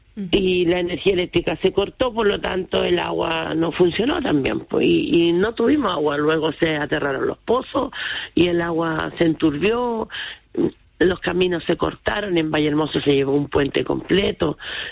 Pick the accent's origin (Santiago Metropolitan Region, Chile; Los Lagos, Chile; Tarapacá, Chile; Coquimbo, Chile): Coquimbo, Chile; Quilitapia; En Quilitapia, mi pueblo, ahí creo que fue la mayor pluviometría de aquí de la comuna, que fueron 519 milímetros.